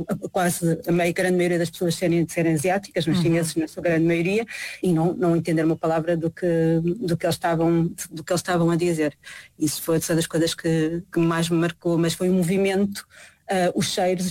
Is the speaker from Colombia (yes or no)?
no; Macau; enquanto vivi tantos anos em Macau e, apesar de ter crescido lá e ser, na realidade, o sítio, o local onde eu cresci e tenho uma relação muito próxima